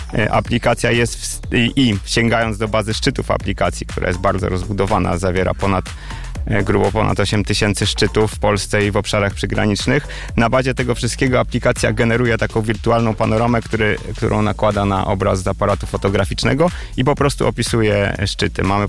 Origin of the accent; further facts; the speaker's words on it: Warsaw, Masovian Voivodeship, Poland; moved away as an adult; now in Bielsko-Biała, Poland; Ja jestem warszawiakiem, pochodzę z Warszawy, ale w wieku 30 lat się przeprowadziłem do Bielska Białej i wrzeniłem się w te tereny po prostu za żoną, która stąd pochodzi.